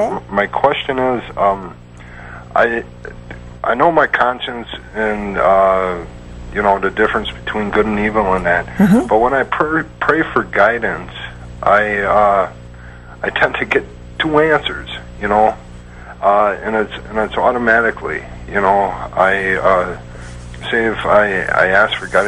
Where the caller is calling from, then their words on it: Wisconsin, United States; Wisconsin.